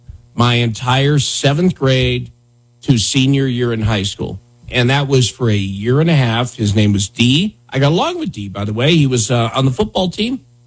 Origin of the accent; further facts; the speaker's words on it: Wyoming, United States; I grew up in Wyoming.